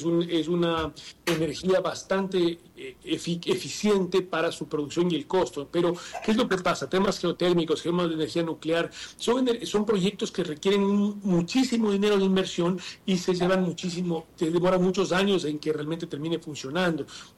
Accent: Ecuador

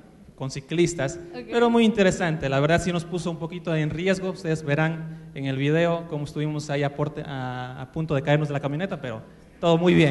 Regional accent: Macas, Morona Santiago, Ecuador; nosotros que somos de aquí del Cantón Morona

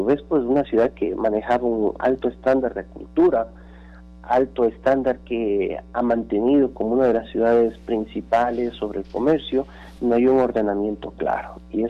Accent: Ecuador

